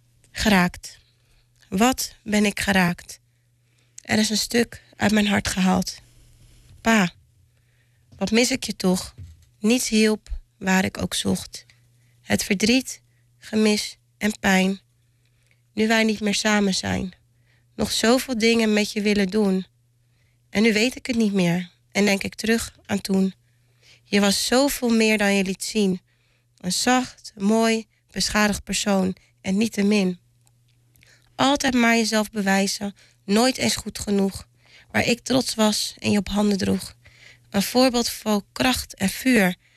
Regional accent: Almere, Flevoland, Netherlands; Ja, nou, ik ben een Almeerse. En ja, niet een geboren Almeerse.

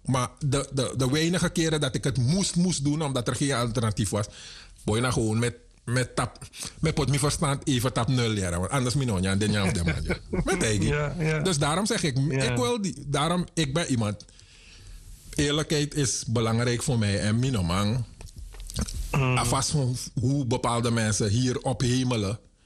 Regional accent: Suriname; now in Netherlands; Wij als Surinamers zouden gewoon zeggen: ja, zijn moos, vriend.

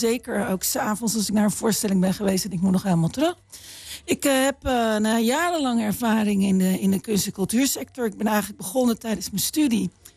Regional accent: Voorburg, South Holland, Netherlands; born there; En ik kom uit het Westen. Ik ben geboren in Voorburg. Mijn heel veel vrienden wonen ook nog in het Westen.

